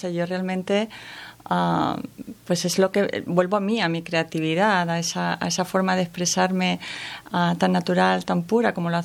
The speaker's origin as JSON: {"language": "Spanish", "town": "Seville", "region": "Andalusia", "country": "Spain", "tie": "born or raised there", "moved": "yes", "lives_now": "Costa de la Luz, Spain", "said": "Porque soy sevillana. De pura cepa, pero bueno, tengo ahí genética gaditana. Mi abuelo era de Sanlúcar de Barrameda."}